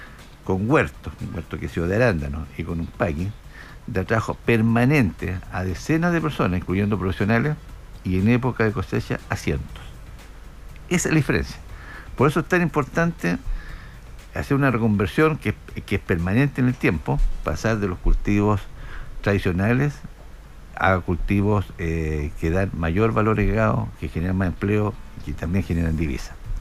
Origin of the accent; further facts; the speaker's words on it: Coihueco, Ñuble, Chile; yo soy de Coihueco